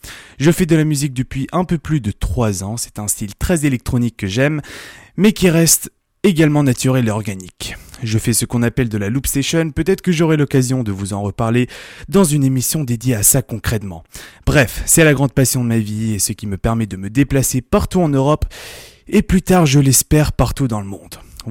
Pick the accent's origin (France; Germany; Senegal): France; born there; also born or lived in Reus, Catalonia, Spain / Italy; j'ai 19 ans, je suis né le 7 août 2007 à Reus, c'est dans la Catalogne en Espagne. Et oui, je suis espagnol, à mes 3 ans je suis parti vers l'Italie, puis 3 ans plus tard je suis arrivé dans le beau pays qu'est la France.